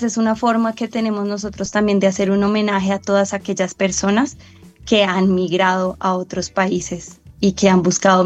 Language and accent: Spanish; Colombia; como colombianos y como latinoamericanos